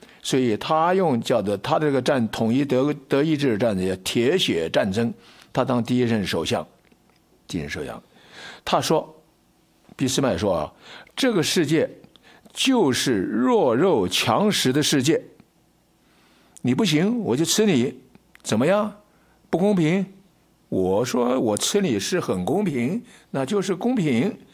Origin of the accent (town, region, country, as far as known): China